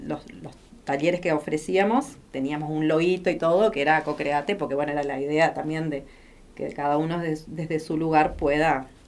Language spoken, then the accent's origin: Spanish; Gobernador Virasoro, Corrientes, Argentina; yo sí soy de Virasoro.